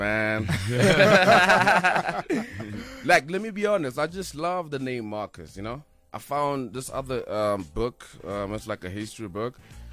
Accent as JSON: {"language": "English", "town": "Dennilton", "region": "Mpumalanga", "country": "South Africa", "second_language": "English", "said": "No, I'm actually from Denelton and Mpumalanga, but you know, Bedi people out there in Limpopo."}